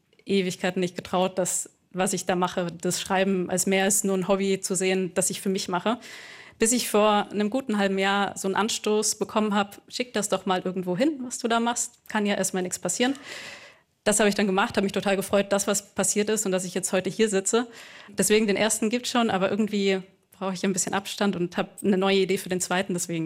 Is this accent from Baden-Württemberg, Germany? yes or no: yes; Tal, Baden-Württemberg, Germany; also ich komme aus der Nähe von Ulm, aus einem kleinen schwäbischen Dorf, das heißt Tal mit TH, muss man nicht kennen.